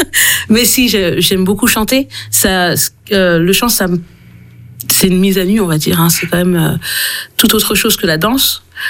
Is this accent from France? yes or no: no; Haiti; Alors moi je suis haïtienne